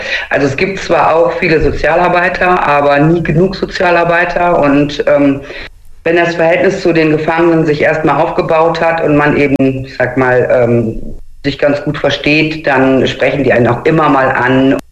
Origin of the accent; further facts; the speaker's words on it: Xanten, North Rhine-Westphalia, Germany; born or raised there; also born or lived in Münster